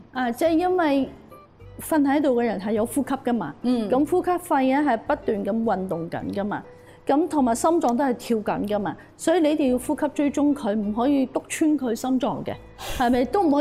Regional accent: Macau; 身為澳門人，四星產業應該係有責任去向前行一步嘅。

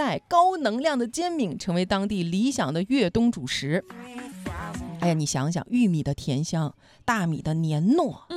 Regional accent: China

